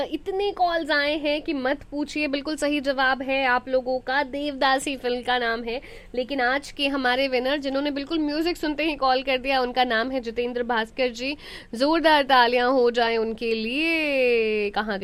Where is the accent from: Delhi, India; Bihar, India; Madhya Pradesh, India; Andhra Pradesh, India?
Bihar, India; और मैं बिहार से हूँ तो थोड़ा सा बिहार वाला मुझे बहुत ज़्यादा इस टाइम पे याद आता है